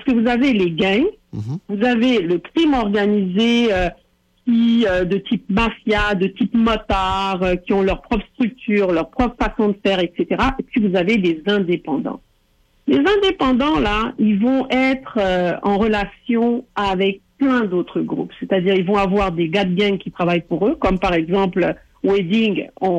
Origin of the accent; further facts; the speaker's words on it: Montreal, Quebec, Canada; la façon de faire chez nous à Montréal.